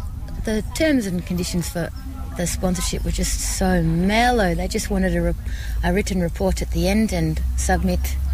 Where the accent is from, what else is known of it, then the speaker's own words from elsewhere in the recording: Hobart, Tasmania, Australia; I grew up in Tasmania, in Hobart, right on the edge of the water on the Derwent River.